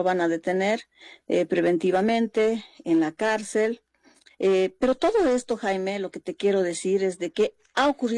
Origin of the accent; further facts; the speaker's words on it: Bolivia; nuestros derechos como bolivianos